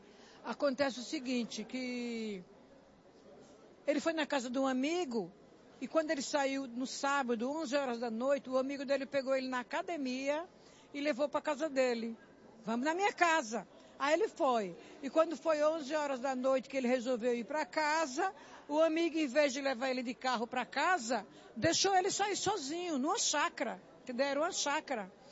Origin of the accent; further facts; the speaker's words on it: Itapevi, São Paulo, Brazil; Eu venho de Itapevi.